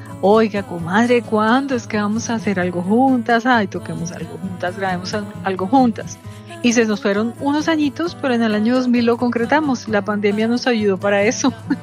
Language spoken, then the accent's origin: Spanish; Santa Marta, Magdalena, Colombia; born there; por el hecho mismo de nacer en Santa Marta